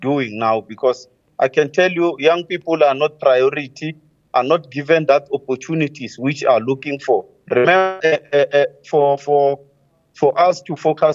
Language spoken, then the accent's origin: English; South Africa